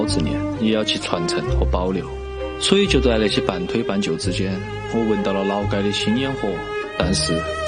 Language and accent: Chinese; Chongqing, China; 虽然我也是在长江边长大的